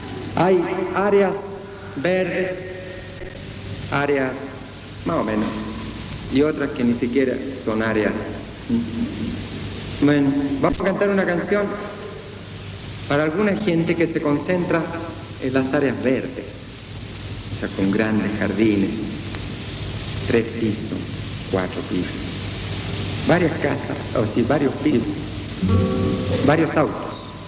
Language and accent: Spanish; Chile; En mi país mataron a un hombre al cual yo creo que los chilenos le debemos en gran parte el triunfo del 4 de septiembre, al general René Schneider.